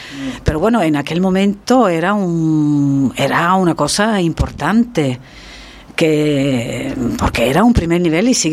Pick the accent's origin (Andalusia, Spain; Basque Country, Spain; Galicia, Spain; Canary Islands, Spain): Canary Islands, Spain; moved away